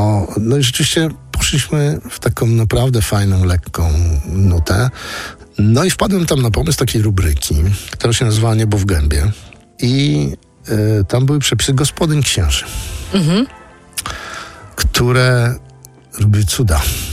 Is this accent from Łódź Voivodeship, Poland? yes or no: no; Świętokrzyskie Voivodeship, Poland; Ja jestem z Kieleckiego, tam kultura kulinarna jest tam 10 dań i tyle.